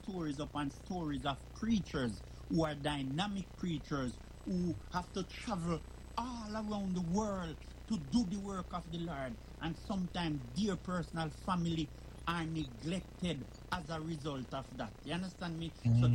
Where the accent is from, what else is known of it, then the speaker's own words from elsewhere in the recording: Jamaica; accent: patwa; first language Jamaican Patois; English is a second language; now in England; me come from country, my patwa deeper than for everybody else.